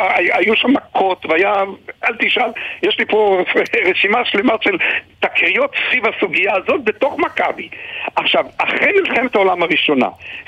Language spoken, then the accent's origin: Hebrew; Haifa, Haifa District, Israel; אני חיפאי